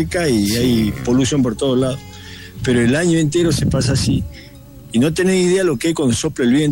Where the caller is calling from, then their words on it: Bahía Blanca, Buenos Aires Province, Argentina; vengo caminando de Villa Mónica, del Monjón, hacia mi barriada, que es Floresta.